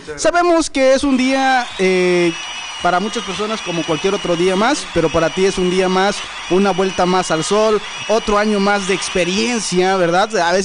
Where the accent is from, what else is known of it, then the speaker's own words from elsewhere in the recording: Mexico; pero como buen mexicano, la esperanza y la ilusión que nos dieron la selección, pues...